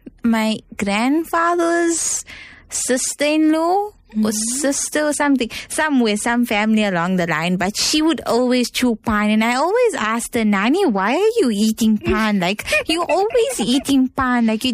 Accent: Johannesburg, Gauteng, South Africa; because we grew up in Joburg and these type of things

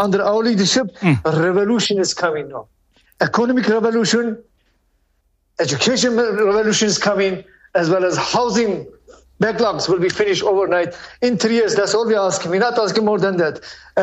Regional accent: South Africa; as a South African

